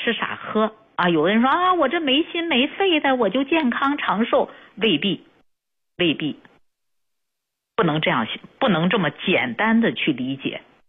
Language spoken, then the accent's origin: Chinese; China